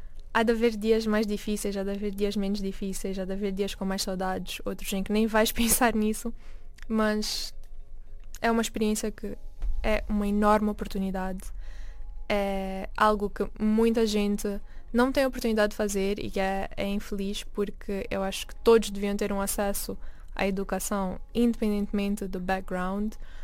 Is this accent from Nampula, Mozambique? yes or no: no; Maputo, Mozambique; now in Portugal; eu aprendi a chamar Portugal a casa, de certo modo. Não é o mesmo significado de casa quando eu falo de Maputo